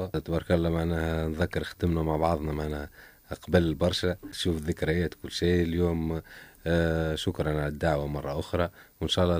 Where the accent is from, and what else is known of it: Gafsa, Gafsa Governorate, Tunisia; born there